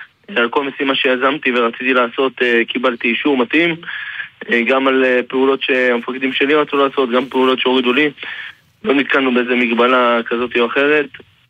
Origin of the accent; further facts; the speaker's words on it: Beersheba, Southern District, Israel; now in Tel Aviv, Israel; במקום באר שבע, עכשיו בתל אביב.